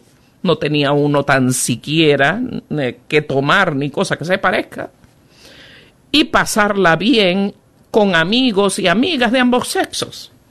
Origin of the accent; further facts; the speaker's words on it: Puerto Rico; yo soy nativa de Puerto Rico.